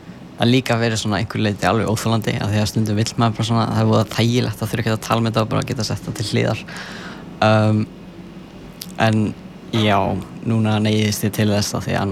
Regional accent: Sörbær, Northwestern Region, Iceland; Vatnsnes, þetta er nes bara fyrir ofan Hvammstanga eiginlega, þess að norðara Hvammstanga. Og ég er frá Sörbæ á Vatnsnesi.

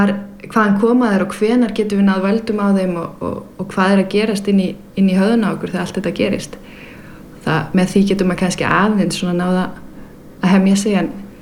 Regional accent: Denmark; now in Iceland; nú er ég alinn upp í Danmörku og það er mjög sjaldan að þú verður fyrir reiði í opinberu rými

